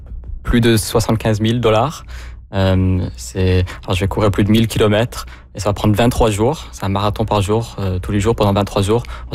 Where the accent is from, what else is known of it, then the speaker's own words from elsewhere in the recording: Halifax, Nova Scotia, Canada; Je suis né à Halifax, j'ai grandi à Halifax.